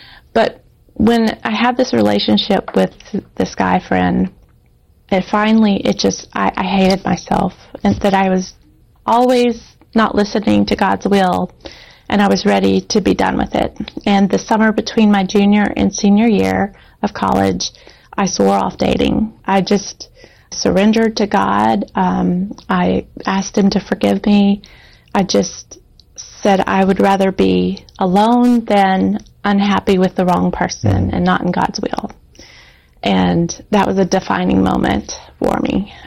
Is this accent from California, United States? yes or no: no; Alabama, United States; So I was proud to say, I'm from Alabama too.